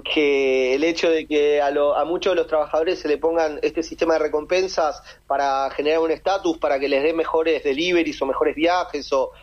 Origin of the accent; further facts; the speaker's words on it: Argentina; Argentina, que es el país de donde soy y donde vivo